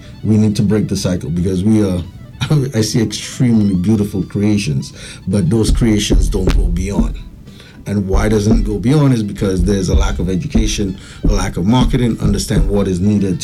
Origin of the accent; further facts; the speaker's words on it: Dennery, St. Lucia; moved away as an adult; now in New York, United States; I was born in St. Lucia. Yeah. From Denry, I went to RC Boys, and I also went to St. Mary's College.